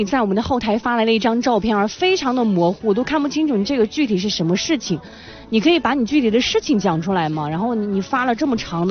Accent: Yuncheng, Shanxi, China; 聊聊我们山西人一天的节奏，聊聊我们运城人的专属节奏。

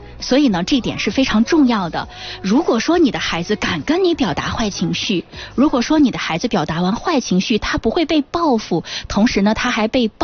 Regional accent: Yanhu District, Shanxi, China; born there; also born or lived in Sichuan; 我是地地道道的盐湖区人，我的出生地呢在四川，不是，我也不知道

